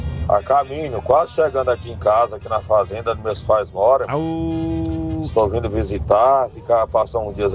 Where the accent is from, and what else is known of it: Ponte Alta do Tocantins, Tocantins, Brazil; born or raised there; now in São Valério, Brazil